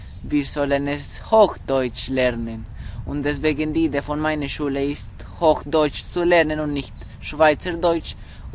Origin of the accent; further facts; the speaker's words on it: Bogotá, Bogotá Capital District, Colombia; German is a second language; now in Germany; Ich bin 15 Jahre alt. Ich komme aus Bogotá, der Hauptstadt von Kolumbien.